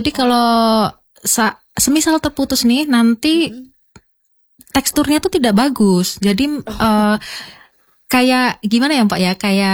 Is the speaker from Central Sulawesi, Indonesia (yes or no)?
no; Central Java, Indonesia; accent: medok (Javanese); now in Manokwari, Indonesia; Saya malah dari Jawa Tengah. Saya masih medok, Mpok.